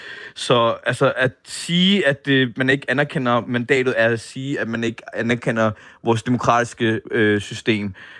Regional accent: Copenhagen, Capital Region of Denmark, Denmark; Opvokset på Nørrebro, været her i mange år.

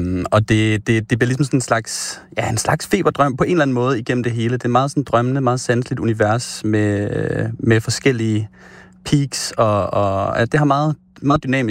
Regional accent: Viborg, Central Denmark Region, Denmark; igennem den tid, jeg har vokset op i Viborg

